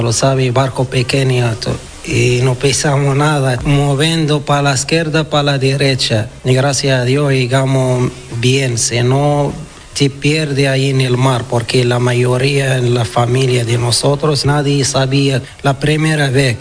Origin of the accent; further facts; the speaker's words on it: Laayoune, Western Sahara; moved away as an adult; now in Spain; Soy del Sahara Occidental de Lyon, capital.